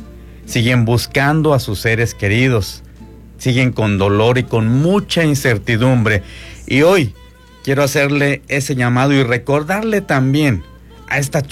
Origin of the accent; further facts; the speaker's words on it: Mexico; now in Bryan/College Station, United States; particularmente usted y yo, mexicano